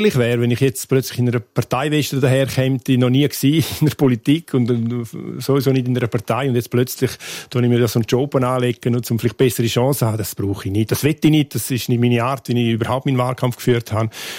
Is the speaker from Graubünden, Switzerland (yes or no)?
yes; Graubünden, Switzerland; Und ich bin ein Bündner, hundertprozentig, durch und durch.